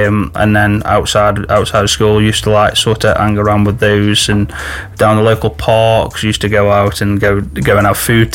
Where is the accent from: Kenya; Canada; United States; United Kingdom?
United Kingdom; Stoke-on-Trent, West Midlands; So I was born in the Stoke-on-Trent area. Mm-hmm. I was brought up locally in a local primary school. I moved from the local area where I lived at the time when I was very young and moved to somewhere else within the Stoke-on-Trent area.